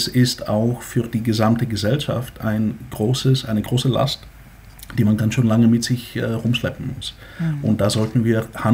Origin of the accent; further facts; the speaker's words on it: Bulgaria; Meine Heimat Bulgarien ist ja von 9 Millionen Menschen 89 auf heute 6 Millionen implodiert.